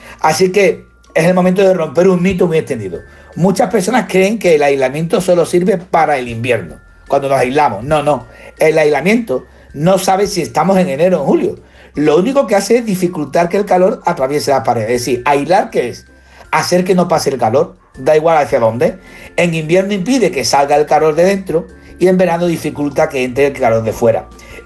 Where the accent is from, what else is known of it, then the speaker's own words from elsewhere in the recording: Seville, Andalusia, Spain; soy de Sevilla, yo no he vivido esa juventud y esa infancia.